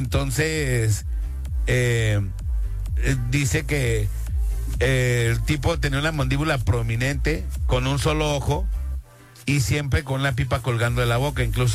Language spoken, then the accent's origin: Spanish; Mexico; somos mexicanos